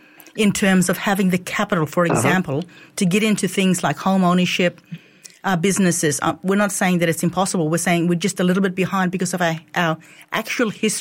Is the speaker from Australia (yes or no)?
yes; Western Australia, Australia; me and Mitch are in the Kimberley and we're from the Kimberley, we're very familiar with this space.